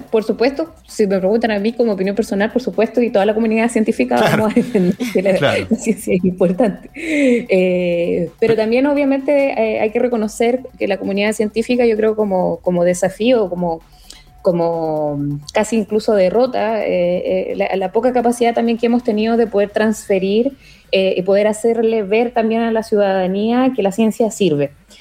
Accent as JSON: {"language": "Spanish", "region": "Coquimbo", "country": "Chile", "moved": "yes", "said": "porque vengo de la región de Coquimbo."}